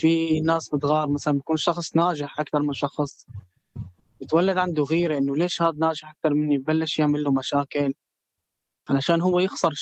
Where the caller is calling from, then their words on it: Syria; انا سوري، بس حاول اتكلم معاكم بالمصري عشان تفهموني.